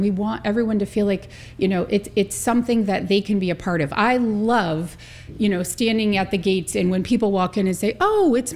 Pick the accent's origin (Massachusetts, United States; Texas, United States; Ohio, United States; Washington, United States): Massachusetts, United States; I grew up in the Berkshires and I didn't come to Tanglewood until I started working here in high school.